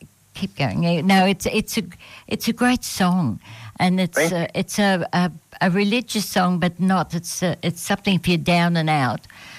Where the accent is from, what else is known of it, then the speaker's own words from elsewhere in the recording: Australia; us Aussies